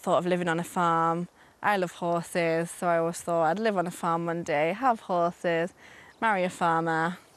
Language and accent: English; Durham, North East England, United Kingdom; moved away as an adult; now in Yorkshire Dales, United Kingdom; I'm a city girl, I grew up in Durham City.